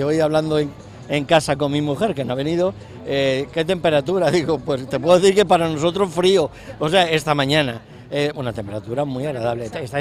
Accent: Cartagena, Region of Murcia, Spain; yo vengo desde Cartagena.

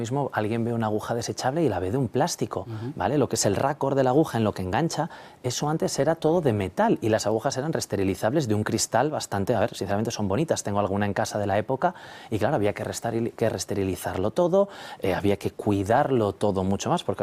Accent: Santiago de Compostela, Galicia, Spain; moved away as an adult; also born or lived in A Coruña; si a mí me preguntan dónde he nacido, pues ha sido en el hospital en A Coruña, pero yo soy de Santiago de Compostela.

